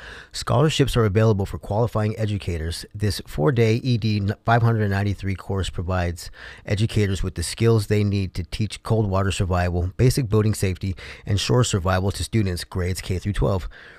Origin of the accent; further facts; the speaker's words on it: Las Vegas, Nevada, United States; now in Sitka, Alaska, United States; I'm from Las Vegas, Nevada